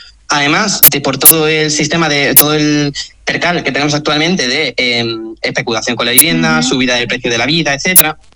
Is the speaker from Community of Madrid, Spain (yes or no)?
no; Mérida, Extremadura, Spain; Yo soy de Mérida, pero una persona cercana a mí estuvo viendo para venirse a vivir este verano a Mérida.